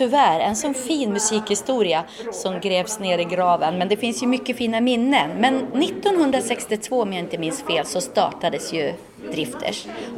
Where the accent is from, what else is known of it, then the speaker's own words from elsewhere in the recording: Tierp, Uppsala County, Sweden; jag kommer ju från Tierp mellan Gävle och Uppsala, Uppland. Mm. Och där dansar man.